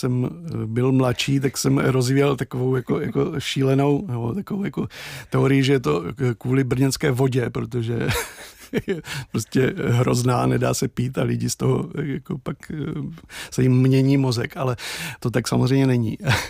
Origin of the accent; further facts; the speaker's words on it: Brno, South Moravian Region, Czechia; já jsem z Brna